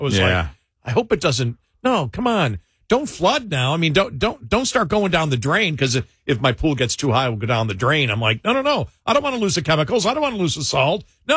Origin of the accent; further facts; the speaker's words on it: Buffalo, New York, United States; And I grew up in Buffalo, New York, and not necessarily just rain, but sometimes in the winter, it would get so dark during the day.